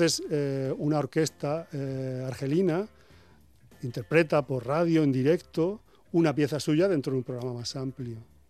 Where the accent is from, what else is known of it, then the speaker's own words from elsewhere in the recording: Alicante, Valencian Community, Spain; supe también que el último territorio de la República fue el puerto de Alicante, mi tierra.